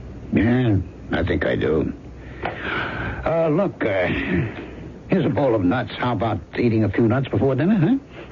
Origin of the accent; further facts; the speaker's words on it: San Francisco, California, United States; Oh, no, me. I'm an American. Born and bred. San Francisco.